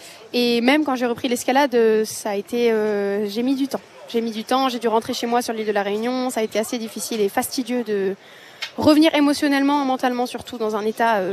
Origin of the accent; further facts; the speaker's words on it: Nice, Provence-Alpes-Côte d'Azur, France; born there; Je suis née à Nice, effectivement. Je suis niçoise d'origine.